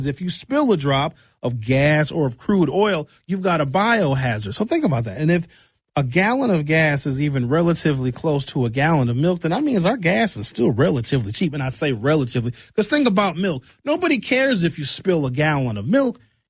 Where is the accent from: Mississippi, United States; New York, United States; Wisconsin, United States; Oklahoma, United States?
Wisconsin, United States; Racine; somebody will always remember, sure, when I'm from Racine, my grandparents are from Racine.